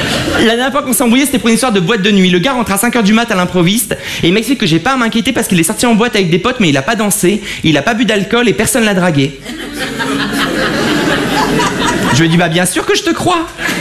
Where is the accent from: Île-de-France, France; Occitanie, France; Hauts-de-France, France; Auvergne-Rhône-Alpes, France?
Hauts-de-France, France; Avion; born there